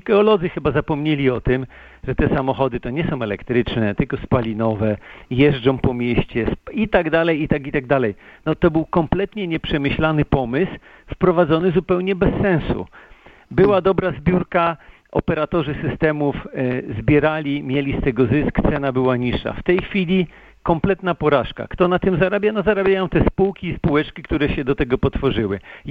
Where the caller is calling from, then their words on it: Łódź Voivodeship, Poland; Mieszkam w Januszku Łodzi, czyli w miejscowości koło Łodzi.